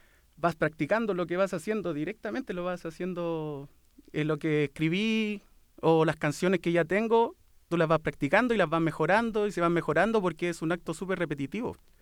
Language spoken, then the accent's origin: Spanish; Santiago, Santiago Metropolitan Region, Chile; born there; also born or lived in Conchalí; Tengo 30 años y soy de la comuna de Quilicura actualmente. Pero soy nacido en Conchalí. En Conchalí, en la población de Carlos Salas. Era un campamento anteriormente cuando yo vivía ahí. Y de allí me trasladé a Quilicura y en Quilicura ya viví mi adolescencia.